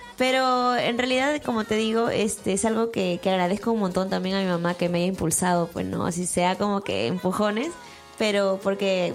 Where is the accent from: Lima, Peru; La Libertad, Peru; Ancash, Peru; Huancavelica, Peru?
La Libertad, Peru; Pacasmayo; also born or lived in Callao; yo nací en Campanita, en Pacasmayo nací, y luego mi papá también tiene familia en el Callao. Entonces viví en el Callao, pues, hasta los 5 años.